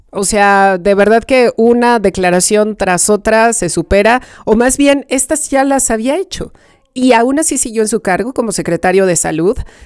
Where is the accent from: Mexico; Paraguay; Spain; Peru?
Mexico; Como mexicano les diría que es difícil de entender y es, ningún chile les embona.